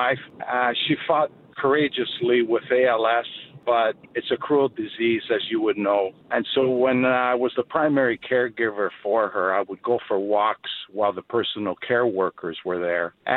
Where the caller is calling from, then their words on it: Toronto, Ontario, Canada; I'm calling from Toronto